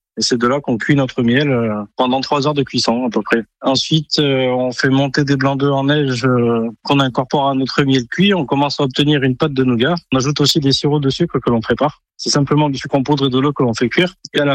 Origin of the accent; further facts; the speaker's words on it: Montélimar, Auvergne-Rhône-Alpes, France; born there; Je suis issu d'une famille montilienne et c'est pour ça qu'on est dans le nougat. Je suis né à Montélimar comme ma grand-mère et ma maman